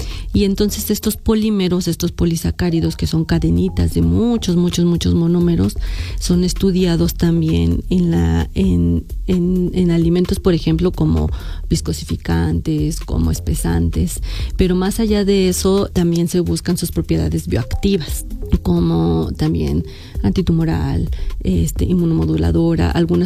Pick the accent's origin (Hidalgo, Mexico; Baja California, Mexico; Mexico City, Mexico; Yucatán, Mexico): Hidalgo, Mexico; also born or lived in Guadalajara, Jalisco; orgullosamente soy hidalguense y me formé aquí como ingeniera en alimentos